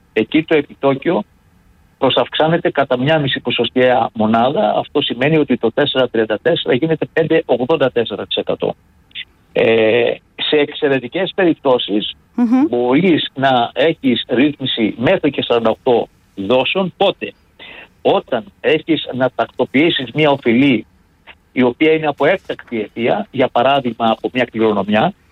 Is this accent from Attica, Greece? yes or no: yes; Spetses, Attica, Greece; Έχετε επαφή από τις Σπέτσες. Έχετε επαφή με το νησί μου.